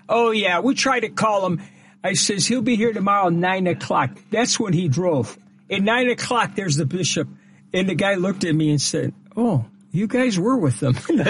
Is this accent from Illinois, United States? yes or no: yes; Illinois, United States; I grew up in Lincoln Square, yeah.